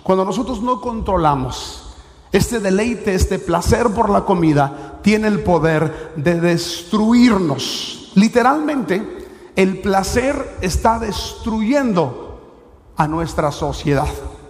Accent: Sonora, Mexico; Y yo soy de Sonora y los burritos de Sonora pues son chiquitos, así de este tamaño, ¿verdad?

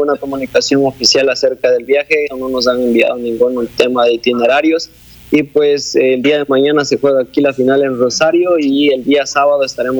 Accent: Ecuador; como todo ecuatoriano soñamos en quedar en los puestos estelares

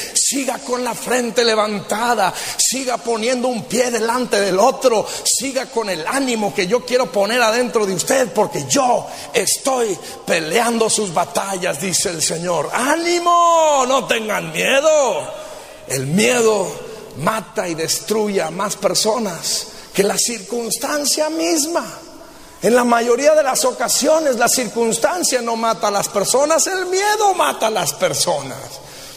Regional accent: Mexico; Todos los que somos mexicanos aquí

